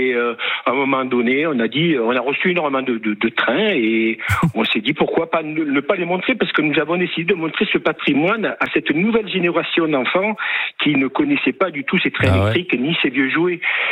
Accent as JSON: {"language": "French", "region": "Auvergne-Rhône-Alpes", "country": "France", "said": "moi, je suis pas du Gers, comme vous avez dit tout à l'heure, je suis de Rhône-Alpes."}